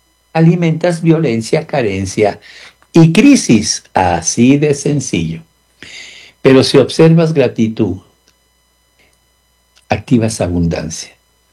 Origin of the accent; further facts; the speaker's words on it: Mexico; Como mexicano me siento orgulloso de ello.